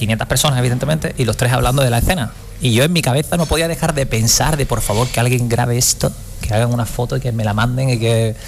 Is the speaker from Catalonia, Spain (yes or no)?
no; Cádiz, Andalusia, Spain; le dije que soy de Cádiz.